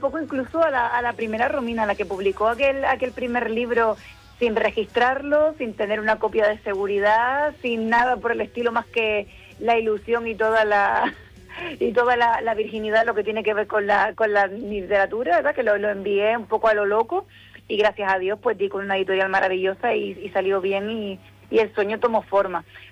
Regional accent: Canary Islands, Spain

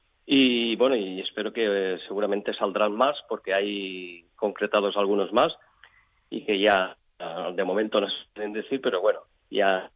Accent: Crevillent, Valencian Community, Spain; Sí, estuvieron mis padres, mis hermanos, mis amigos, primos, etcétera, etcétera. Mucha gente de Crevillente

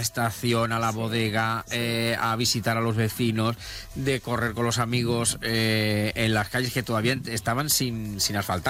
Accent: Ciudad Real, Castilla-La Mancha, Spain; born there; also born or lived in Toledo; A ver, Ferran Caballero, realmente yo soy nacido en Ciudad Real, quiero decir

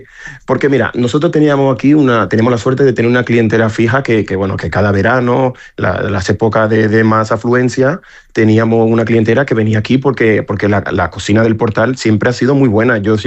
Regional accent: Dominican Republic; que yo me presenté como dominicano.

